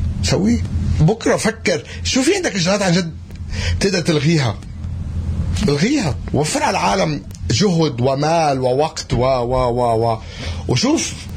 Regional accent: Palestine; انا بحب اطلع برا البلد اقول لهم انا فلسطيني، احنا عندنا مستوى الخدمات هالقد مرتفع وراقي.

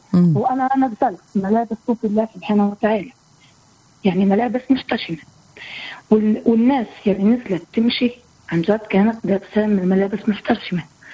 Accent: Palestine; أنا امرأة فلسطينية

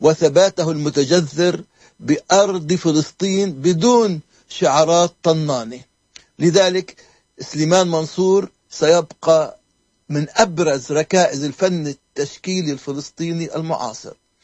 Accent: Jerusalem, Palestine; عندنا في القدس

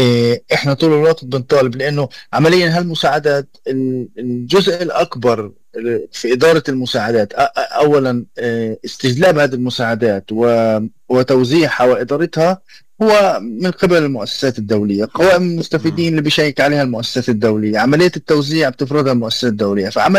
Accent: Palestine; إحنا كفلسطينيين

